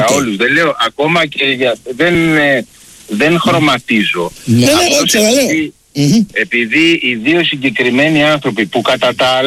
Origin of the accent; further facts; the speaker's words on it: Nea Filadelfeia, Attica, Greece; από την Νέα Φιλαδέλφια